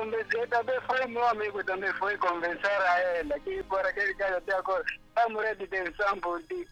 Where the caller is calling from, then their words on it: Nampula, Mozambique; estou a falar de Nampula.